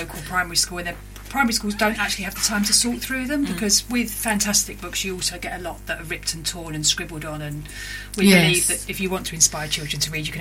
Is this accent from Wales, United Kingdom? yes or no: no; London, United Kingdom; born or raised there